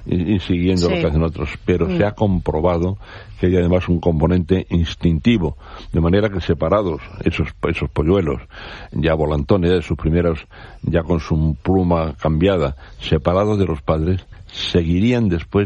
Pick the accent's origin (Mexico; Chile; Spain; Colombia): Spain; Si no he salido de mi pueblo más que dos veces.